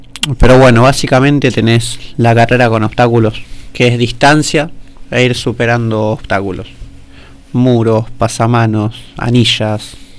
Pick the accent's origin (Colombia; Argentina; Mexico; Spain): Argentina; soy un pibe nacido y criado en Altos del Oeste.